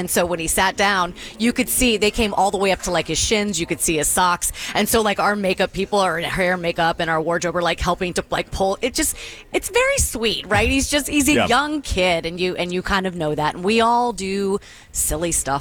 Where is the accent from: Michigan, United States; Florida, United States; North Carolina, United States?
Florida, United States; My dad was from Chicago, and we grew up in Florida.